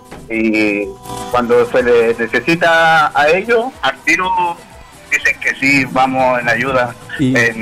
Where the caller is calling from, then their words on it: Curicó, Maule, Chile; De acá, de Curicó.